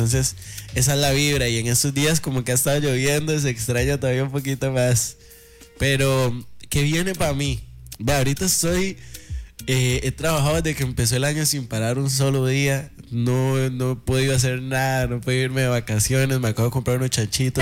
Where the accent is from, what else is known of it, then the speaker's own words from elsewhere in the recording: Cóbano, Puntarenas, Costa Rica; Yo soy, bueno, Santa Teresa, yo soy de Cóbano. Cóbano es, pues, como a 15 minutos, 10 minutos de Santa Teresa. Pero es una zona de campo, entonces, man, es loco porque yo crecí en la playa, yo soy de costa, pero a la misma vez de campo.